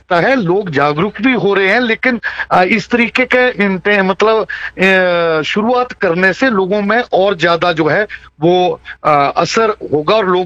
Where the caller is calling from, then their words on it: Yol, Himachal Pradesh, India; मैं योल कैंट का रहने वाला हूँ